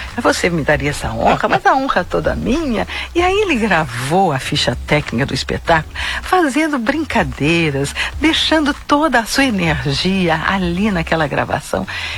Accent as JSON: {"language": "Portuguese", "region": "São Paulo", "country": "Brazil", "tie": "born or raised there", "also_born_or_lived": "Rio de Janeiro / Curitiba", "said": "Sim, nasci no Rio de Janeiro, fui pequenininha para Curitiba, fiquei até 4 anos lá e vim para São Paulo. Então, eu fiquei dos 5 aos 18 anos aqui em São Paulo."}